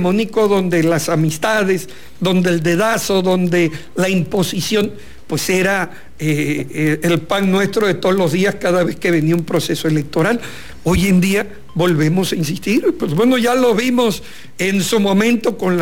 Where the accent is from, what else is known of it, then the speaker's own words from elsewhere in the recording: Mexico; Soy un orgulloso nacido en esa colonia, y toda la vida, toda mi vida la he hecho en este municipio, en el municipio del centro.